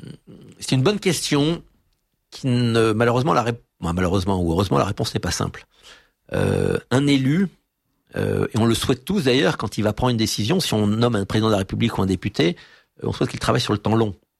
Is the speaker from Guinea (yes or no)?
no; France; en tant que Français de l'étranger, c'est un sujet qui nous concerne.